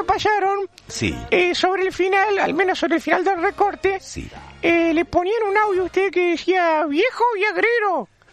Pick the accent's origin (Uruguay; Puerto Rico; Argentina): Uruguay; Que uno sea uruguayo no significa que sea acólito de Bielsa, ¿no?